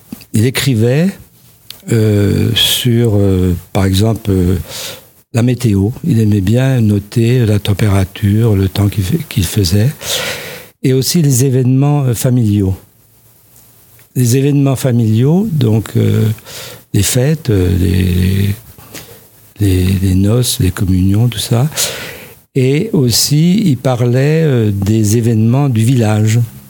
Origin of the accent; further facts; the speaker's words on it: Pontaubert, Bourgogne-Franche-Comté, France; moved away as an adult; now in Aligny-en-Morvan, France; Petit village à Pont-Aubert, petit village entre Vézelay et Avallon.